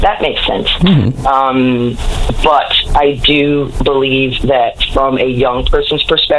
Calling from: Newfoundland and Labrador, Canada; I'm going to be 86 when this contract is up. If I'm still living, I may never see the electricity bill that I deserve to see as a Newfoundlander.

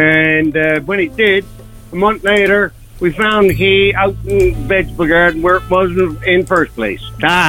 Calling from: Bonavista, Newfoundland and Labrador, Canada; from Bonavista.

